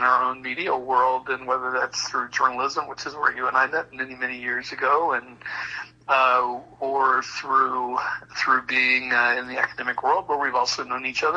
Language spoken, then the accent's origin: English; Marion, Kansas, United States; born there; I was born in Marion, Kansas, which is in Marion County.